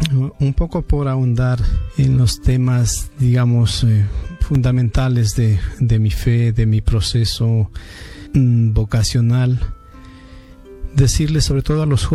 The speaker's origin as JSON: {"language": "Spanish", "country": "Ecuador", "said": "Estuve por una temporada corta, en realidad 5 meses, y luego pues regresé también ya a mi país de origen. Y hoy me encuentro trabajando en Ecuador"}